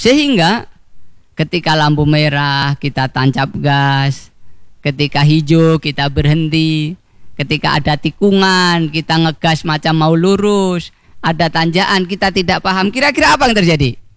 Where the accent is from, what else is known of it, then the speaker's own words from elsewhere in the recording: Java, Indonesia; Kalau orang kami, orang Jawa